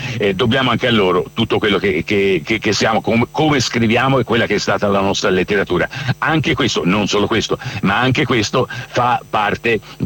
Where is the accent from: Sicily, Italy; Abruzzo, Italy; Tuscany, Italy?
Tuscany, Italy; Siena; da senese lo pretendo, da senese lo pretendo, da senese.